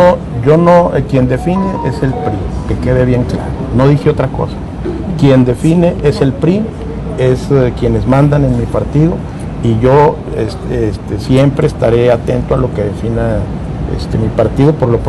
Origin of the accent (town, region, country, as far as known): Torreón, Coahuila, Mexico